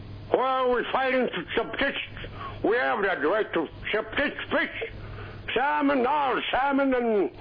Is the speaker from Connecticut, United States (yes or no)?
no; Bethel, Alaska, United States; born there; I'm from Bethel. Mom and Dad's nomadic ways ended. They settled what we call villages and cities. They settled here in Bethel.